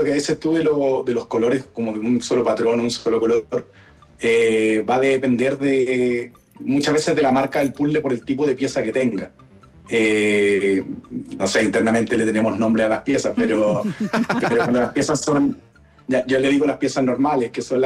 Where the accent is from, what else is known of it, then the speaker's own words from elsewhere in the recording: Chile; En esta oportunidad somos 4 chilenos, los tres que estamos presentes aquí